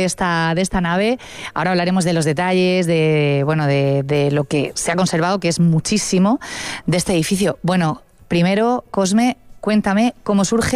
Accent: Cartagena, Region of Murcia, Spain; Es recuperar parte del patrimonio de Cartagena y de los que somos cartageneros.

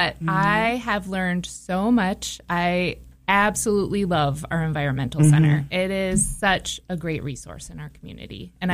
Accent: Minneapolis, Minnesota, United States; moved away as an adult; also born or lived in Idyllwild, California; now in Alexandria, United States; So I grew up in Minneapolis.

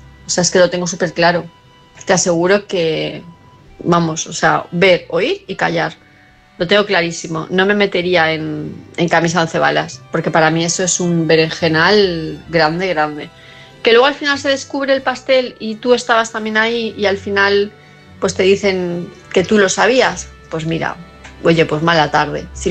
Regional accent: Palma, Balearic Islands, Spain; de Palma de Mallorca, y este mensaje va para Alberto.

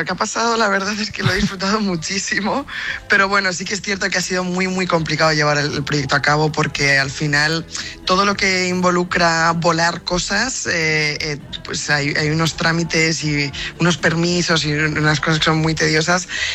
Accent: Spain; lo que ha significado Rafa para el deporte y sobre todo, pues si somos españoles, todavía con más orgullo.

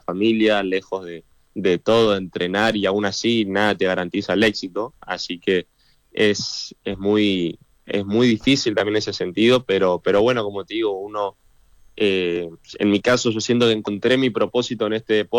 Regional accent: Argentina; somos, a ver, argentinos, y peleamos con el corazón

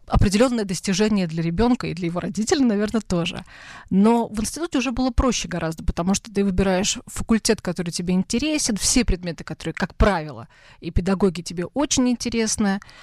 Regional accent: Oryol Oblast, Russia; мы из Орловской области

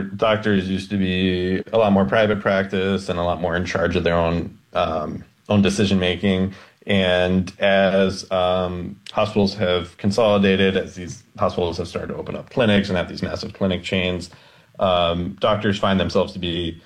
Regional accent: Maryland, United States; You know, I don't know how it is in Huntsville, but I grew up in Maryland. And in Maryland, the kind of like classic get-to-know-you question is, what high school did you go to, right? It is it's a small state

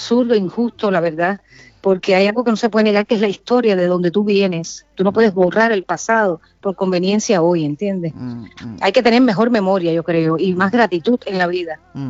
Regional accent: Cuba; also born or lived in Asturias, Spain; El primer single fue el tema … un canto a mi tierra natal, a Cuba, a mi Cuba. Amada Cuba. Uh-huh. La segunda es mi otra amada tierra, que es Asturias.

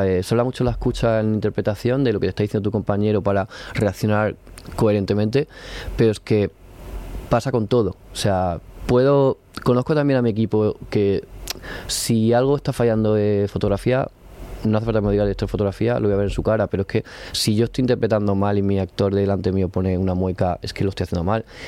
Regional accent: Region of Murcia, Spain; Murcia se habla en Madrid, yo cuando digo soy de Murcia dicen, wow, conocemos gente, se habla muy bien, quiero decir.

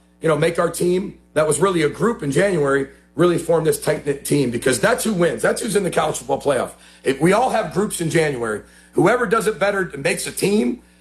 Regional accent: Midwest, United States; I love the Big Ten. I grew up in the Midwest. I've been a Big Ten fan forever.

